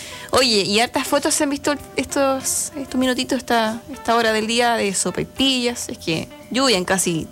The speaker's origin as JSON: {"language": "Spanish", "country": "Chile"}